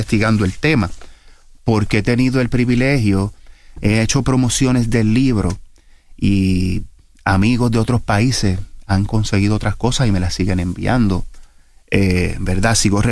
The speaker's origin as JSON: {"language": "Spanish", "country": "Puerto Rico"}